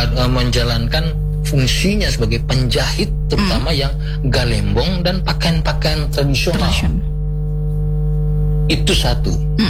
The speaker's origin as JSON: {"language": "Indonesian", "region": "West Sumatra", "country": "Indonesia", "said": "Lalu kita punya jati diri sebagai orang Minang, kita kenali, lalu kita cintai dan kita banggakan."}